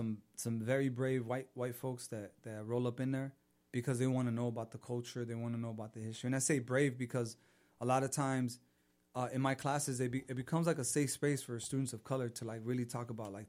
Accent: Los Angeles, California, United States; my streets in South Central

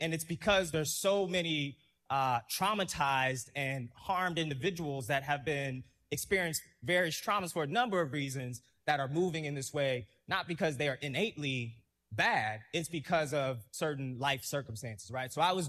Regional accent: Ferguson, Missouri, United States; moved away; growing up in Ferguson

